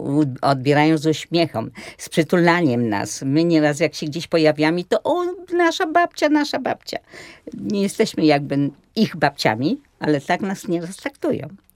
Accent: Łódź, Łódź Voivodeship, Poland; Potem, ponieważ ja z Łodzi, one z Łodzi, to zaproponowano mi, że może pochodzimy sobie po Krakowie, żeby od razu nie wracać do Łodzi.

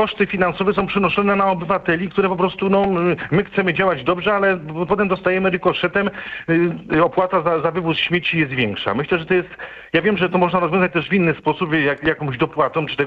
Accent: Łódź, Łódź Voivodeship, Poland; Tak, jestem z Łodzi, jestem użytkownikiem

